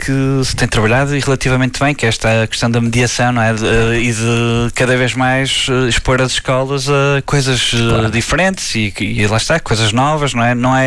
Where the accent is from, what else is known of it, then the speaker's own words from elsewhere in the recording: Barcelos, Norte, Portugal; eu sou de Barcelos